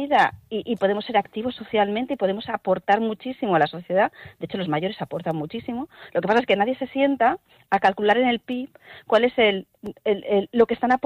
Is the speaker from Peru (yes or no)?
no; Spain; nosotros somos españoles